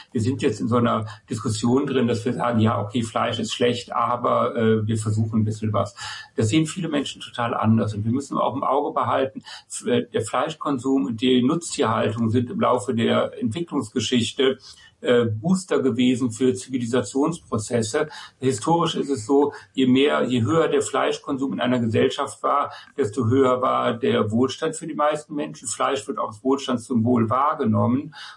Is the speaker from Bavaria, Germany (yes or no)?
no; North Rhine-Westphalia, Germany; dann würde man in meiner Heimat im Bergischen Land östlich von Köln keine Landwirtschaft mehr betreiben können.